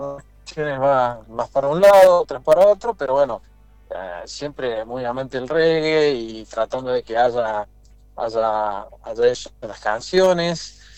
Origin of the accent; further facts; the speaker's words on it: Córdoba, Argentina; now in Jesús María, Argentina; Nacimos en Córdoba, todos los músicos son de Córdoba, yo por trabajo, por todo, vivo mucho en Córdoba, digamos, pero bueno, vivo en Jesús María, digamos, voy y vengo.